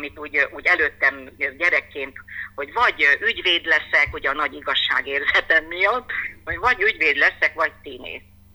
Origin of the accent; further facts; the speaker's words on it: Hoghiz, Brașov County, Romania; Én meg ott születtem Old Hévízen.